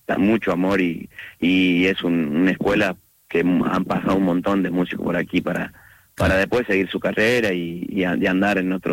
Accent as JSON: {"language": "Spanish", "region": "Córdoba", "country": "Argentina", "said": "que es para nosotros el himno de nuestro de los norteños."}